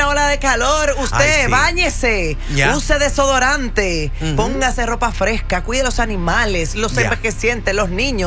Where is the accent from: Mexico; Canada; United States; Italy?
United States; Este yo soy de los United States.